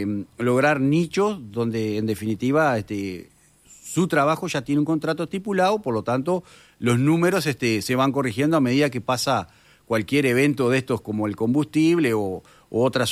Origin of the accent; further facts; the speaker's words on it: Paysandú, Uruguay; nosotros somos de la zona de Paysandú